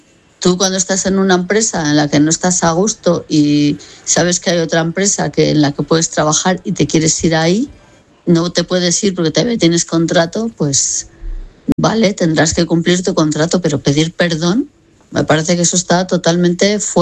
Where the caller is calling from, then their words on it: Valladolid, Castile and León, Spain; de Valladolid.